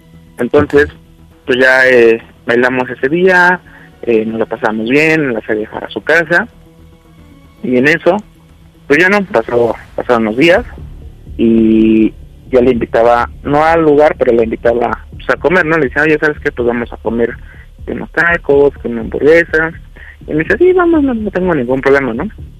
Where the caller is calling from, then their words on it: Puebla, Mexico; Tengo 24 años y soy de la ciudad de Puebla.